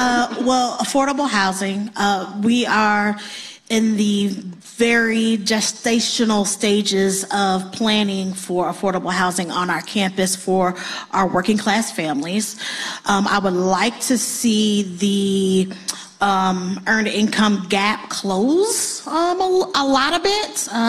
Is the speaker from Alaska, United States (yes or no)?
no; Atlanta, Georgia, United States; moved away as an adult; also born or lived in Washington, D.C.; now in Moore County, North Carolina, United States; My family is from here. My grandparents, my older relatives, but I'm from Georgia. And so growing up in Atlanta and then working in D.C.